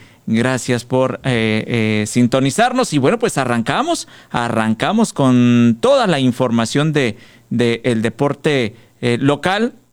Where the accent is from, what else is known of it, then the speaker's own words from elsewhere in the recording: Cuauhtémoc, Chihuahua, Mexico; now in Ciudad Juárez, Mexico; Me vine de Cuauhtémoc a jugar aquí con las Indias buscando una universidad.